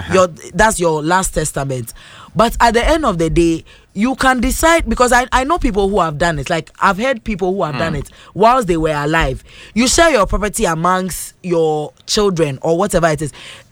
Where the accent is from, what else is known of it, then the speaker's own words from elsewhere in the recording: Ghana; I grew up in Domi Pilati.